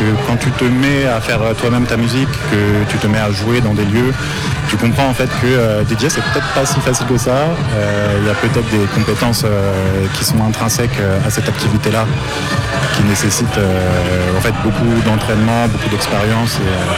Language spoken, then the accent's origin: French; Nantes, Pays de la Loire, France; moved away as an adult; now in Hamburg, Germany; en tant que Nantais